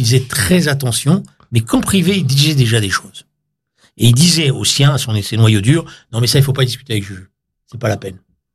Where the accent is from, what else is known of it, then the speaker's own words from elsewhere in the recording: Algeria; born there; moved away; Non, c'est algérien. Algérien. Je suis né au Rang, moi, en Algérie.